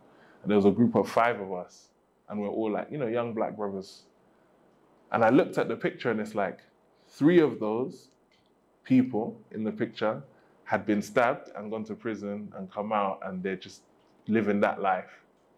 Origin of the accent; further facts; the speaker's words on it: London, United Kingdom; moved away as an adult; growing up in London itself is like a crazy experience. It's something that I think about now because I don't live in London anymore.